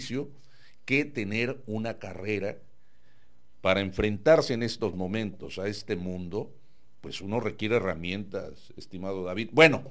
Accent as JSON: {"language": "Spanish", "region": "Nayarit", "country": "Mexico", "said": "Yo soy del estado de Nayarit, particularmente de la costa, acá, ajá, pegado a Sinaloa."}